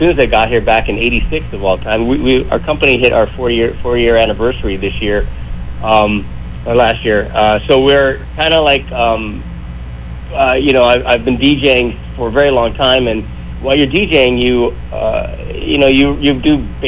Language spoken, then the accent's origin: English; Philippines; born there; Well, I was born in the Philippines. My father was military, and so a lot of people, you know, when I say I was born in the Philippines, they think I'm Filipino, which I'm not.